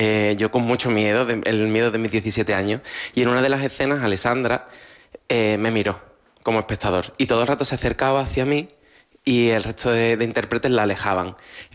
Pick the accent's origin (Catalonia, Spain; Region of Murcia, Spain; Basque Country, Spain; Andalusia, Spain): Andalusia, Spain; Carlinda; yo vengo de Carlinda, un barrio periférico, sin referentes